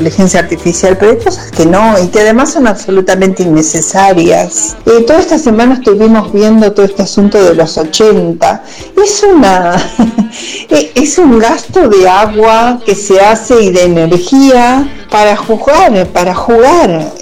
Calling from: Buenos Aires, Argentina; de Floresta.

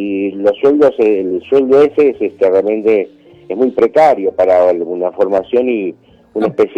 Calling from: Buenos Aires, Argentina; Soy de Caballito.

